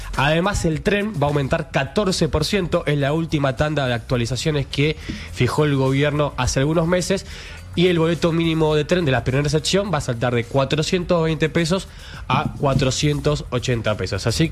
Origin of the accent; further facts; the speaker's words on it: Buenos Aires Province, Argentina; los bonaerenses que venimos a la ciudad de Buenos Aires para laburar